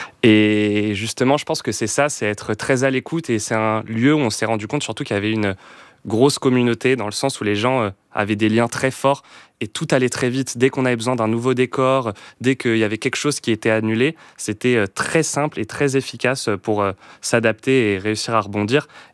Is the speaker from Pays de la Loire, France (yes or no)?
yes; Nantes, Pays de la Loire, France; Alors nous, on vient de Nantes et depuis toujours, on est très attaché à la Bretagne en fait. Non, ce n'est pas en Bretagne, mais nos familles, on a nos grands-parents tous les deux en Bretagne, dans le nord et le sud.